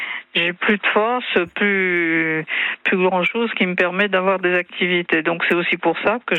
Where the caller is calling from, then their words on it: Bourgogne-Franche-Comté, France; J'habite en Franche-Comté, dans le pays de Montbéliard.